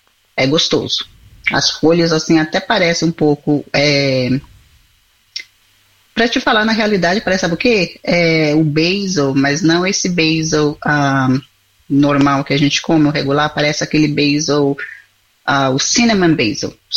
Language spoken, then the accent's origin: Portuguese; São Paulo, Brazil; also born or lived in Bahia; Eu nasci na Bahia, fui pra São Paulo com 3 anos. Então, eu sempre falo que eu sou baiana de nascimento e paulista de criação.